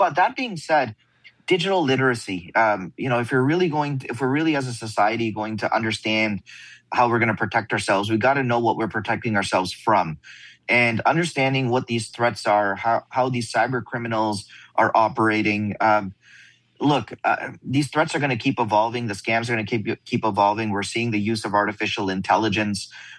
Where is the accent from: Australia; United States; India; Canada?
Canada; we're two guys from Canada out in, out in the US.